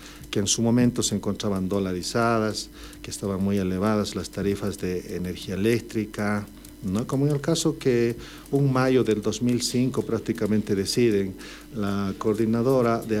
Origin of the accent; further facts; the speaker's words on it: Oruro, Bolivia; aquí somos muchos, también somos orureños